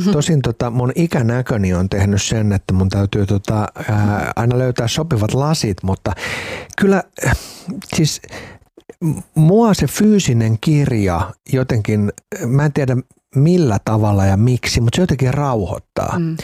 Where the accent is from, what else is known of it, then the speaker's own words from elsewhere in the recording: Helsinki, Uusimaa, Finland; Itä-Helsingistä, mistä itse olen siis kotoisin